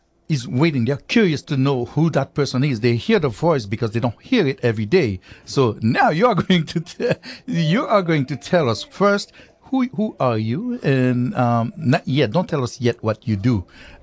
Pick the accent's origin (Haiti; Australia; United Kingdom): Haiti; born or raised there; moved away